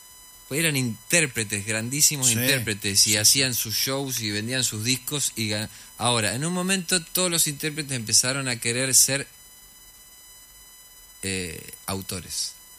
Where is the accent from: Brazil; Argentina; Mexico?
Argentina; Concordia, Entre Ríos; moved away; also born or lived in Rosario; Soy de Rosario, pero me crié en Concordia